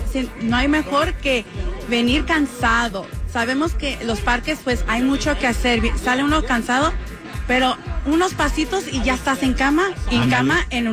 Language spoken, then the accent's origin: Spanish; Mexico; also born or lived in Tijuana; Como debe de ser, como mexicanos que somos.